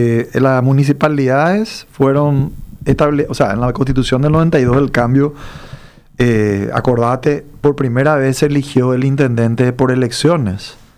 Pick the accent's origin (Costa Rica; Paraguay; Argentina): Paraguay